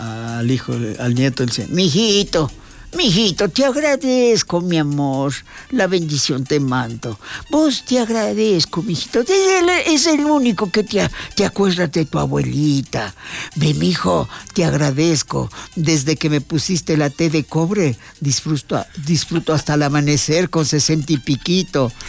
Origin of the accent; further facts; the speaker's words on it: Quito, Pichincha, Ecuador; a mí me ven en la calle y me dicen, usted es quiteño. Parezco alemán, pero soy quiteña.